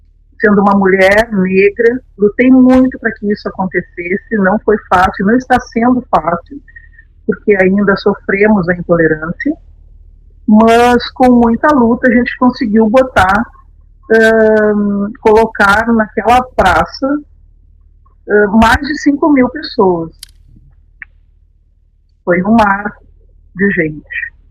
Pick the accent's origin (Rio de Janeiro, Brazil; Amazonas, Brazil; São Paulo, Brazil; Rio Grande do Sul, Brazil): Rio Grande do Sul, Brazil; Pelotas; eu sou de Pelotas